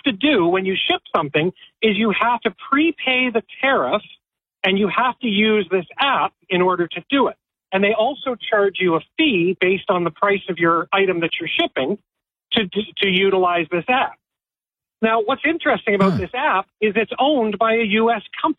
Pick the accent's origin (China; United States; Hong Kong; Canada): Canada; Or Z, actually, because we're Canadian.